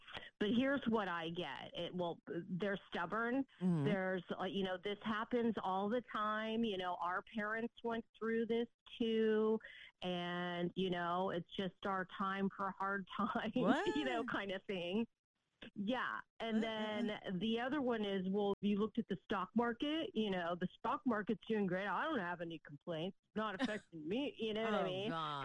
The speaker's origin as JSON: {"language": "English", "town": "Martinez", "region": "California", "country": "United States", "said": "I'm from the Bay Area, your old stomping ground."}